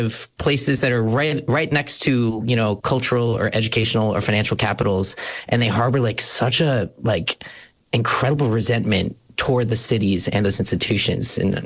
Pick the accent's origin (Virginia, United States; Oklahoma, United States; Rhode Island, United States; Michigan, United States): Rhode Island, United States; North Providence; I grew up in Rhode Island, just outside of Providence, in a town called North Providence.